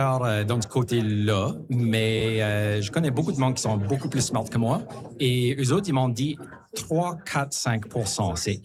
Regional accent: Moncton, New Brunswick, Canada; Comme moi, j'ai grandi à Moncton, j'ai parti, j'ai revenu.

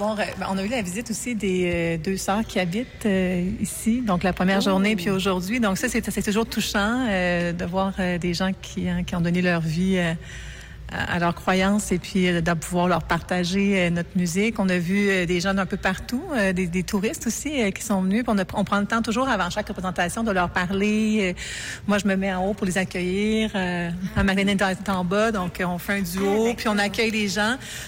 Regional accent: Chibougamau, Quebec, Canada; born there; now in Quebec City, Canada; Moi, je suis née à Chibougamau. Je me suis promenée un petit peu partout, là.

